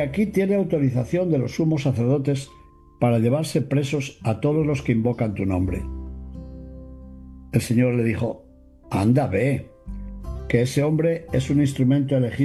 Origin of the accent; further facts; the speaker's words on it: León, Castile and León, Spain; sacerdote de la diócesis de León en España, y hoy les estoy hablando precisamente desde mi ciudad natal, de León, donde nací y donde fui ordenado sacerdote.